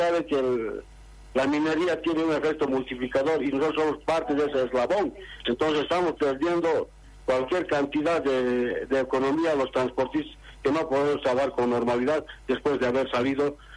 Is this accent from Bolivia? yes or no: yes; Bolivia; nosotros como transportistas bolivianos